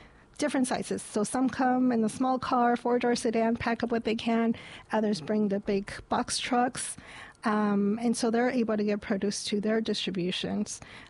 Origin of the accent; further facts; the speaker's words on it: Oxnard, California, United States; also born or lived in San Fernando Valley; I'm originally from Oxnard, left for the San Fernando Valley to go to school and started working out there. And when things changed, I came back home.